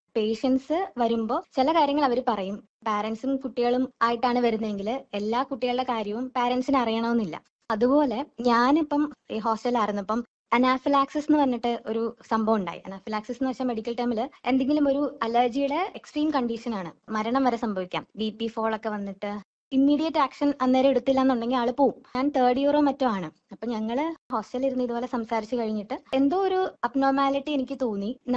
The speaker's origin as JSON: {"language": "Malayalam", "area": "Ernakulam", "region": "Kerala", "country": "India", "said": "ആ സമയത്ത് ഞാൻ എറണാകുളത്തു നിന്നാണ് വരുന്നത്."}